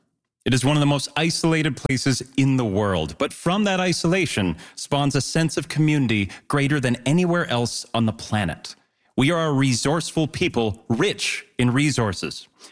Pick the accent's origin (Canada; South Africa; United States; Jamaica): Canada; Northern Canada; being born and raised in the North is such a unique privilege that so few people get to claim. It is my greatest honor to be from the North of 60.